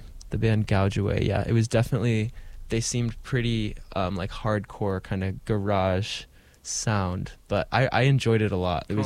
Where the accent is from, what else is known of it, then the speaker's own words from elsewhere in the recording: Falls Church, Virginia, United States; moved away; I grew up in Falls Church, Virginia, which is near Washington, D.C.